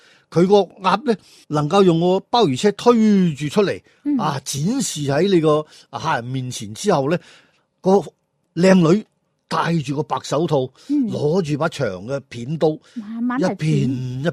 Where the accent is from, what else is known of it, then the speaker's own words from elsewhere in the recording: Guangdong, China; 其实肠粉咧就系我哋广东人咧比较喜欢食嘅一个早点嚟噶